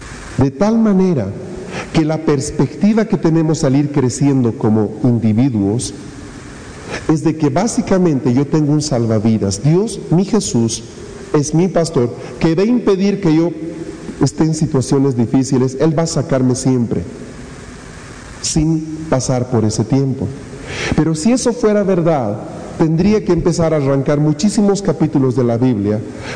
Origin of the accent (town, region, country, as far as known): Bolivia